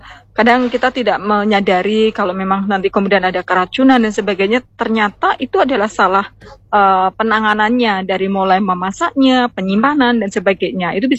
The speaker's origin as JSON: {"language": "Indonesian", "town": "Yogyakarta", "region": "Special Region of Yogyakarta", "country": "Indonesia", "said": "kita itu orang Jogja jadi ngomongnya bahasa Jawa gitu ya."}